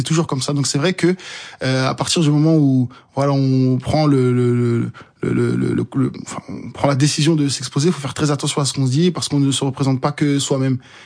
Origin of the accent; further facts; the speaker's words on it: Comoros; Alors, Mali, Sénégal, Congo. Et non, je suis comorien.